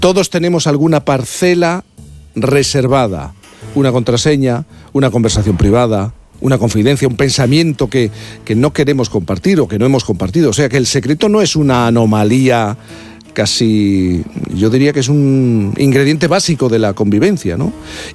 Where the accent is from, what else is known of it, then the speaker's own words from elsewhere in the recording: Jerez de la Frontera, Andalusia, Spain; Hay mucho, incluso en mi tierra, en Jerez de la Frontera.